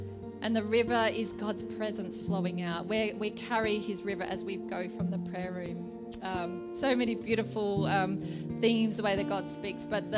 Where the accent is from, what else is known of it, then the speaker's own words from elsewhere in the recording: Melbourne, Victoria, Australia; I'm from Melbourne